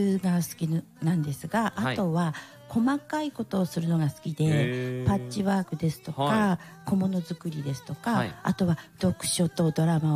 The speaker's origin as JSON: {"language": "Japanese", "town": "Yonezawa", "region": "Yamagata", "country": "Japan", "tie": "born or raised there", "said": "山形県の米沢市というところです。"}